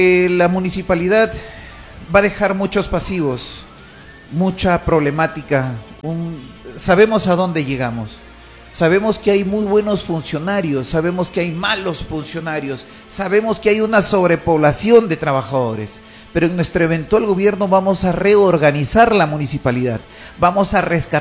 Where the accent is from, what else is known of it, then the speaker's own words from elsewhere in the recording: Jaén, Cajamarca, Peru; el cariño que le tengo a mi pueblo, la provincia de Jaén